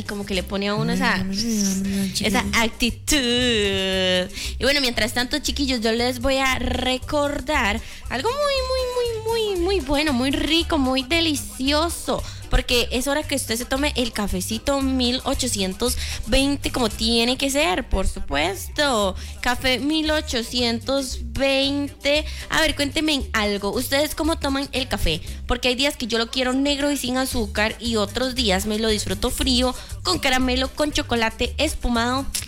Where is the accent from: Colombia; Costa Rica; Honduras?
Costa Rica; yo soy Tica porque a mí no me falta el café.